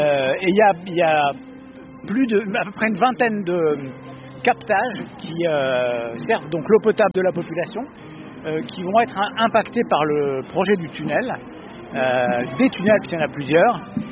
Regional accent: Auvergne-Rhône-Alpes, France; parce que je viens de Savoie. Et en Savoie, on a des méga-bassines depuis déjà longtemps

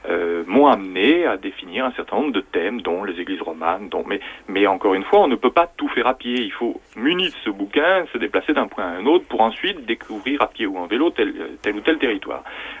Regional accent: Paris, Île-de-France, France; born there; moved away as an adult; Moi, je suis parti de Paris à 20 ans. J'avais fait des études à Paris. J'étais né à Paris bêtement, et puis j'avais des vacances en Auvergne.

